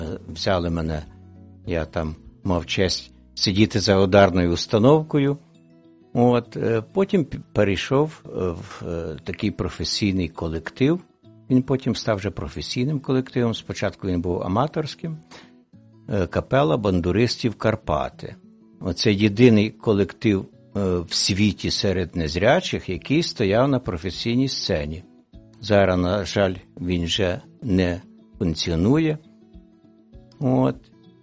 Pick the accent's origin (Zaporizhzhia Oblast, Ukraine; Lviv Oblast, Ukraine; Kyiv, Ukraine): Lviv Oblast, Ukraine; Я народився на Львівщині. Таке село є, і нас, я знаю, зараз слухають мої односельчани. Є таке село Масошин, це Жовківський район.